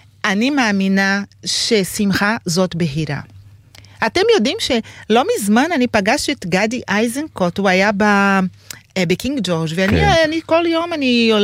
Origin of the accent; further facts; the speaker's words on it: Rio de Janeiro, Brazil; Hebrew is a second language; moved away as an adult; also born or lived in Salvador, Bahia, Brazil; now in Israel; אני נולדתי בסלוודור, גדלתי בריו, כל החיים שלי בריו דה ז'נרו, אז אני יותר קריוקה, קריוקה זה מישהו שנולד בריו, מאשר ביאנה, מישהו שנולד בבאיה. אז הגעתי לארץ במלחמת המפרץ